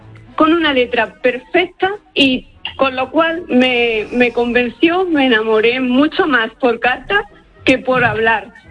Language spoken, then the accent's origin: Spanish; Espiel, Andalusia, Spain; Yo, mientras que mi marido aquí en Espiel, yo soy de Espiel, me esperaba que saliera del trabajo